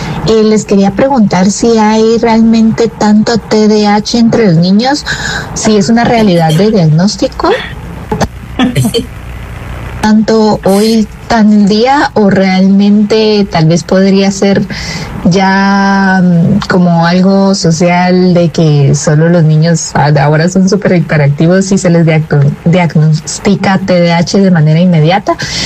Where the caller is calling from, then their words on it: Guatemala; de Guatemala